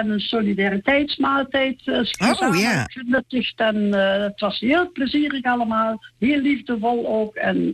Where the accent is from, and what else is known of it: Veghel, North Brabant, Netherlands